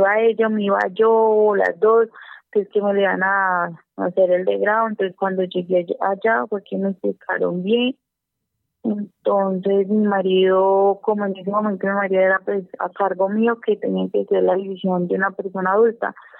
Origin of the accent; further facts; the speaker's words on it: Mariquita, Tolima, Colombia; born there; Yo nací aquí en Mariquita, Tolima, tengo 24 años.